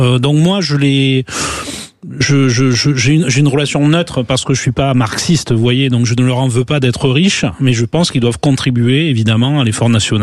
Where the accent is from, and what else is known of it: France